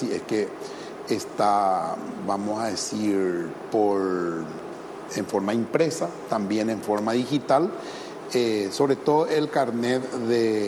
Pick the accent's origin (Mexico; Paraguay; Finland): Paraguay; La satisfacción de sentir en primer lugar como paraguayo, ¿verdad?